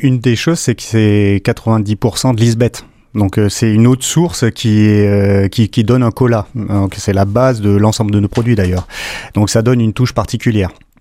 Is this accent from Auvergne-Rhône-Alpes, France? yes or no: no; Grand Est, France; On a quand même toujours un produit qui de chez nous en Alsace, dans chaque poste alsacien.